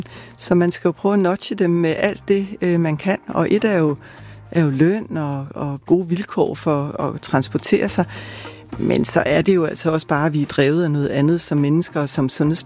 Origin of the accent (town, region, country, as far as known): Bornholm, Capital Region of Denmark, Denmark